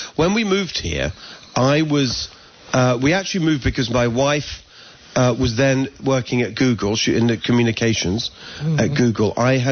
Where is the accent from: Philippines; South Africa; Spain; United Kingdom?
United Kingdom; England; now in United States; So we moved here from England, as people can hear my accent. I'm not originally from here.